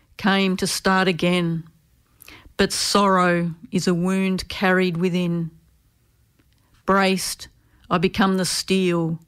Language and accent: English; Victoria, Australia; moved away as an adult; also born or lived in Melbourne; now in Adelaide, Australia; I'm originally from Victoria.